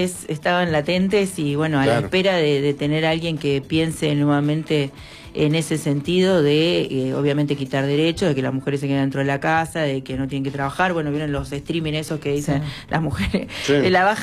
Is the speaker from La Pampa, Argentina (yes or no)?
yes; General Pico, La Pampa, Argentina; ahora soy Villa Alonso, sí, pero siempre, o sea, nací en el Molino de General Pico